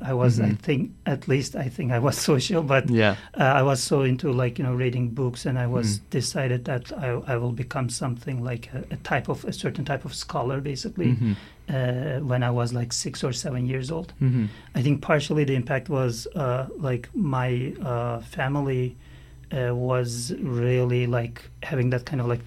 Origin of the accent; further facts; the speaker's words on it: Turkey; moved away as an adult; also born or lived in United States; now in Hamilton, Canada; back in my hometown in Turkey.